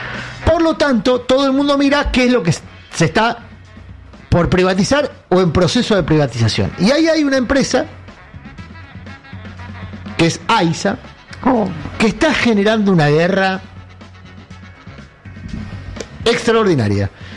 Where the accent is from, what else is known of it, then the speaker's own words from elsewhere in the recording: Argentina; los argentinos, que somos argentinos de bien, pero al mismo tiempo somos bastante pelotudos